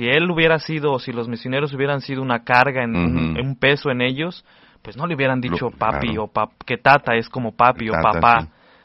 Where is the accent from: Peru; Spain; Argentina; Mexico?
Mexico; Como mexicanos lo hemos visto. Y nos llena de orgullo